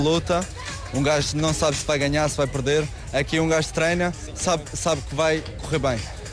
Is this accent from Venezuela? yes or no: yes; Venezuela; now in Madeira, Portugal; Eu sou venezuelano, mas eu já estou aqui na Madeira há 22 anos.